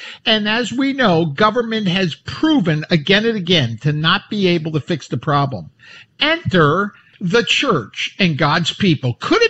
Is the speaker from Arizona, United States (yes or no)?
no; New York City, New York, United States; Many of you know that I'm a city boy, born and raised in New York City.